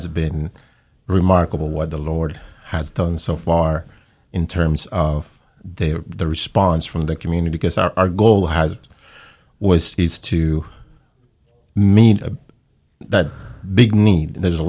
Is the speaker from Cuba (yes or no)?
no; Puerto Rico; also born or lived in New York; now in Florida, United States; But then they moved back to Puerto Rico. So I grew up in Puerto Rico.